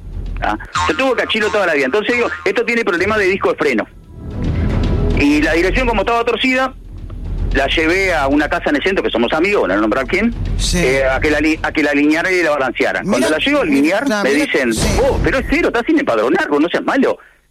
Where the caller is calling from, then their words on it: Montevideo, Uruguay; De acá de Montevideo.